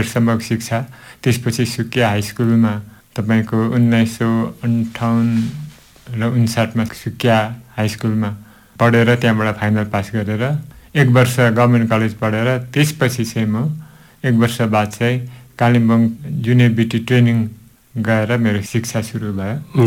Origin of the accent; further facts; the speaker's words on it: West Bengal, India; मेरो जन्म चामुङ कमान गोठगाउँमा भएको हो, 1944 साल, र मेरो शिक्षा त्यहीँबाट, त्यहाँको कोठी गाउँमा भएको सरकारी स्कुलमा मेरो प्राथमिक शिक्षा सुरु भयो।